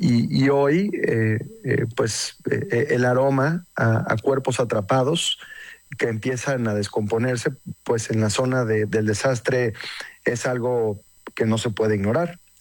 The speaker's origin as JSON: {"language": "Spanish", "country": "Mexico", "said": "Como mexicano, estar en medio de de una zona de desastre provocada por un terremoto, pues es recordar muchísimas cosas"}